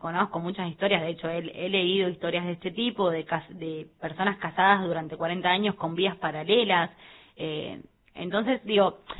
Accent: Buenos Aires, Argentina; born there; now in San Rafael, Argentina; yo nací en Buenos Aires, vivo hace 13 años en San Rafael, ya me siento más San Rafaelina que porteña

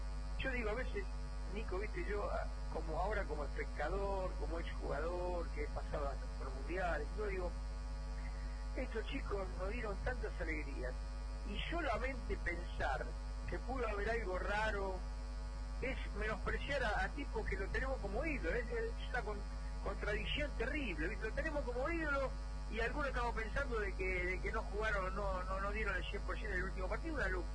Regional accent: Argentina; Bueno, me alegro mucho por él y como argentino también, porque tenemos un representante que nos honra, ¿no?

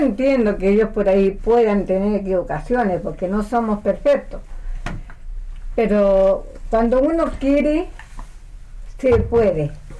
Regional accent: Valparaíso, Chile; Porque vengo de un... Soy chilena.

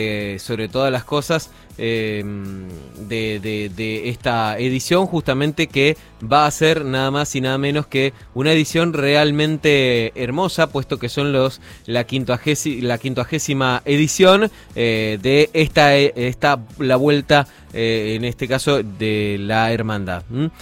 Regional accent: Argentina; hablo como argentinos

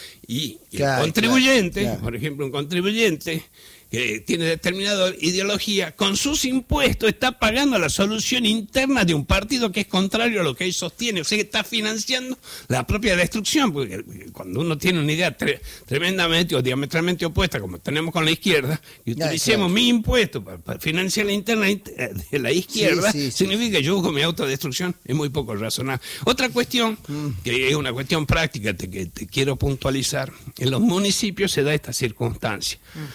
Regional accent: Salta, Argentina; Soy de Salta

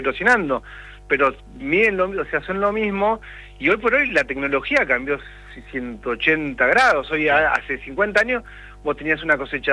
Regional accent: Junín, Buenos Aires Province, Argentina; yo soy acá de Junín, acá en Junín dentro de todo me ha pasado de cuando llueve salís, pero vas a Pergamino y te quedás seguro

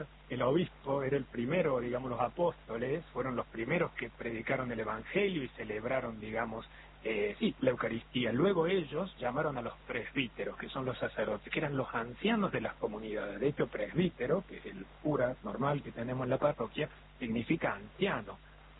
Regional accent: Córdoba, Argentina; born there; creo que está en el Museo de la Industria de Córdoba, nuevamente paso mi provincia natal

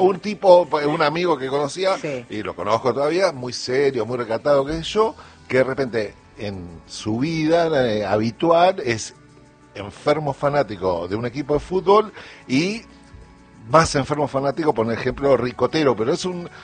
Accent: Argentina; somos argentinos

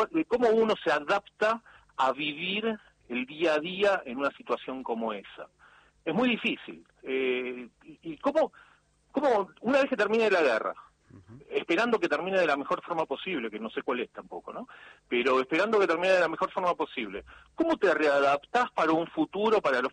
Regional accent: Argentina; somos argentinos descendientes de ucranianos, la gran mayoría, no somos ucranianos.

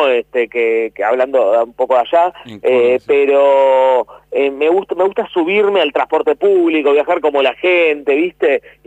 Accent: Argentina; venimos de allá, pero uno termina siendo de acá, ¿no? O sea, claro, como que decís, venimos de Polonia, pero sos argentino. O sea, tenés mucha raíz acá.

